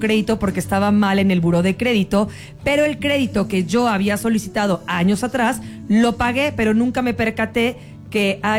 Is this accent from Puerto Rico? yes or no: no; Querétaro, Mexico; este se generó en el estado de Puebla. Yo soy de Querétaro, ¿qué puedo hacer ahí?